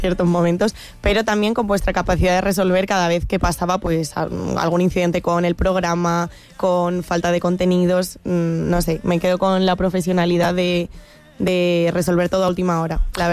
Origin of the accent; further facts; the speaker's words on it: Toledo, Castilla-La Mancha, Spain; yo soy de Toledo de toda la vida